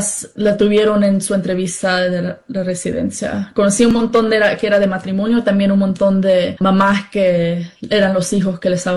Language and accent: Spanish; United States; Me considero americana porque toda mi vida he estado acá, la cultura, el lenguaje, mi educación. Llegué con una visa de turista.